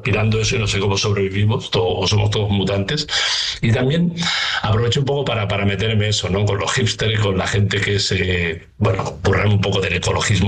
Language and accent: Spanish; Barcelona, Catalonia, Spain; yo nací en Barcelona, pero con 10 años nos fuimos a vivir a un pueblecito al lado de Barcelona.